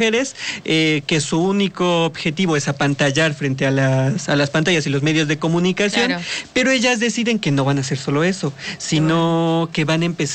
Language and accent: Spanish; Mexico; lo que somos como mexicanos